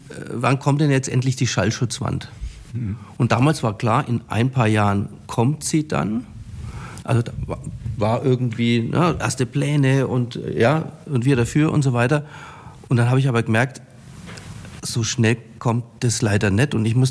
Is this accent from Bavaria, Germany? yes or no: yes; Nuremberg, Bavaria, Germany; Also ich komme ja aus Muggenhof, also direkt am Frankenschnellweg aufgewachsen